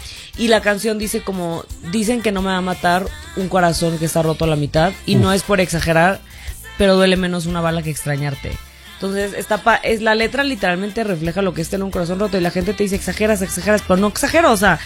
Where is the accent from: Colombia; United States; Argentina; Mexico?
Mexico; Tampico, Tamaulipas; Y como yo soy de Tampico, Tamaulipas, pues yo sí crecí mucho escuchando el norteño.